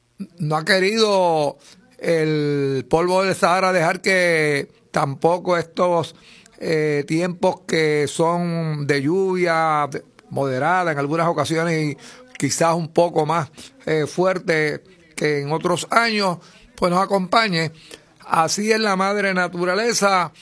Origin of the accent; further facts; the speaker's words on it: San Sebastián, Puerto Rico; Yo soy del campo, y había en el área donde yo me crié, allá arriba en San Sebastián, pozos en la época.